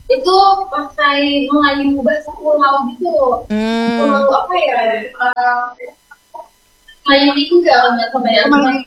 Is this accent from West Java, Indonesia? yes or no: no; Batam, Riau Islands, Indonesia; Bahasa gaul dari Tanjung Pinang, kebetulan kan kita dari Batam ya, jadi aku belum tahu ya, sebelumnya mohon maaf.